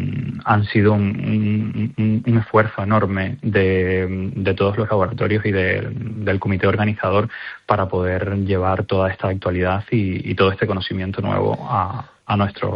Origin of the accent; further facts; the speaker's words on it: Galicia, Spain; a nosotros, como gallegos